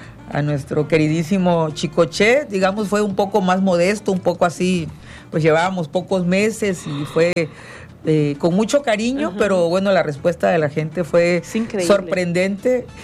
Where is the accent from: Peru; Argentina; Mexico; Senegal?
Mexico; Tabasco; a los tabasqueños no nos tienen, como digo yo, no nos tienen que andar rogando mucho para la algarabía y para la bulla